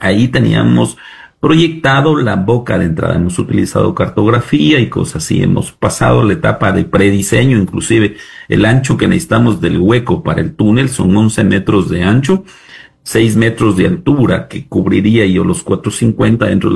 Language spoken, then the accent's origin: Spanish; Loja, Ecuador; Te hablo de mi tierra, de Celica, de Alamó, Puyango, Pindal, Zapotillo, Macarazo, Soranga. Hay cerca de 100.000 habitantes ahí en esa región